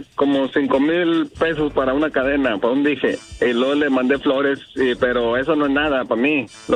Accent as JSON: {"language": "Spanish", "town": "Torreón", "region": "Coahuila", "country": "Mexico", "said": "Es de Torreón y yo soy de Torreón"}